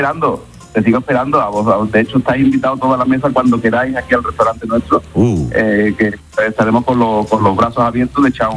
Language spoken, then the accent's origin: Spanish; Matalascañas, Andalusia, Spain; Yo soy de Latino, de Matalascaña.